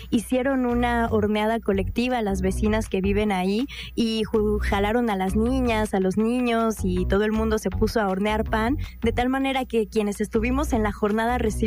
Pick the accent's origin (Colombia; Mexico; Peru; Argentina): Mexico